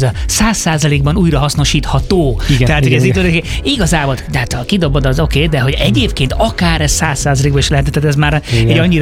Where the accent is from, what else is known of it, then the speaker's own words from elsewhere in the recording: England, United Kingdom; now in Hungary; legalábbis én Angliában nőttem föl